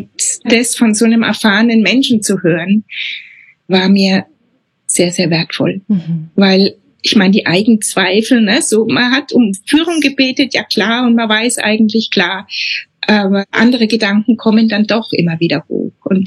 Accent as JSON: {"language": "German", "region": "Bavaria", "country": "Germany", "said": "also ich bin aus dem Unterfränkischen, immer einmal im Jahr eine ein Thai-Wochenende"}